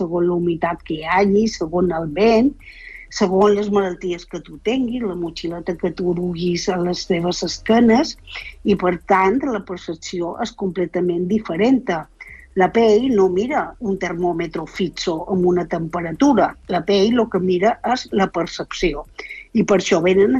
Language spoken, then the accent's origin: Catalan; Balearic Islands, Spain; accent: not central Catalan (island Catalan); Si vius a les illes, com són jo, i ja tothom se'n deu haver donat compte que el meu català no és el català central